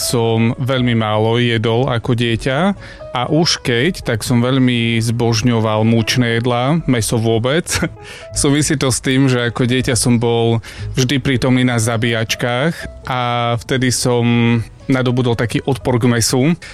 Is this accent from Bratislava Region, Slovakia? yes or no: no; Mokroluh, Prešov Region, Slovakia; Ja som vyrastal v Mokroluhu, to hovorím, že to je najkrajšia dedina v Bardejovskom okrese a je to samozrejme aj pravda.